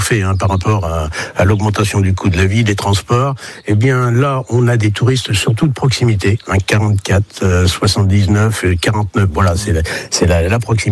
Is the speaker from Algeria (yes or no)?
no; France; born there; now in Sainte-Radégonde-des-Noyers, France; Je suis né dans le Marais Poitevin